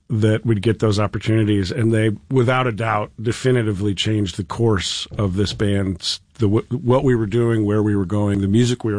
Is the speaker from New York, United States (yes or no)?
yes; Homer, New York, United States; moved away; So I grew up in Homer